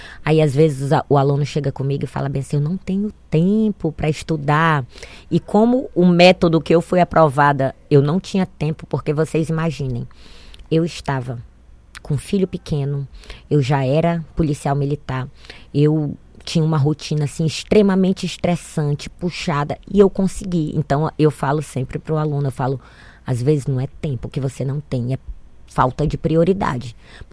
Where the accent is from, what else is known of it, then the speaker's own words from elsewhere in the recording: Caracaraí, Roraima, Brazil; now in Boa Vista, Brazil; Eu sou de Caracaraí, sou nascida assim na beira do rio, sabe? Eu vim para Boa Vista para estudar.